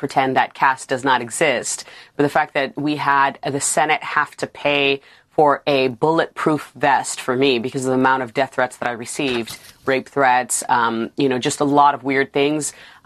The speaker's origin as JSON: {"language": "English", "region": "New York", "country": "United States", "tie": "born or raised there"}